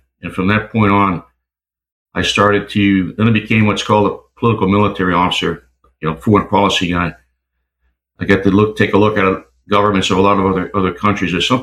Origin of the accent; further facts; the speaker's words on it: Maine, United States; moved away as an adult; I grew up in Southern Maine, which in a town that was founded in 1643.